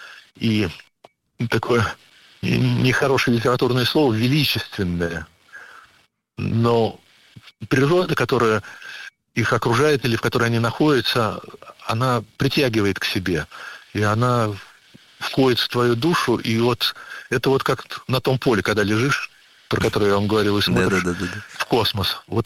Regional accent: Moscow Oblast, Russia; born there; also born or lived in Russian Far East; хотя я в Москве прожил 60 лет уже, вот, но тем не менее, скорее всего, я все-таки подмосковный мальчик такой, поскольку моя... Вторая и историческая такая родина – это подмосковный Звенигород, неподалеку от которого я сейчас живу, в деревне.

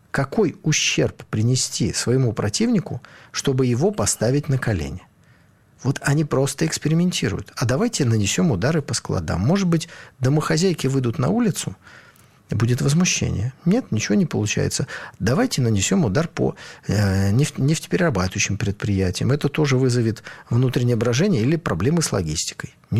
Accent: Saint Petersburg, Russia; Вот я ленинградец.

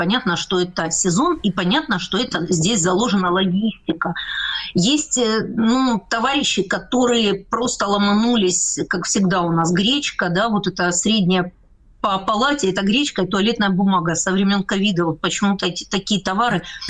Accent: Donetsk, Donetsk Oblast, Ukraine; moved away; Это я как дончанка

